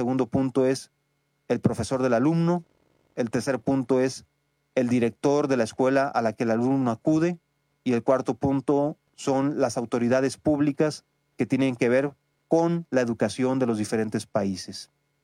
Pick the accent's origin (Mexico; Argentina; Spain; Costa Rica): Mexico